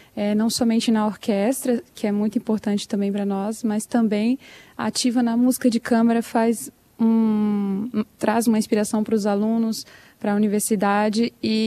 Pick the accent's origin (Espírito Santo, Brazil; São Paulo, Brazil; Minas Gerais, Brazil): Espírito Santo, Brazil; eu sou capixaba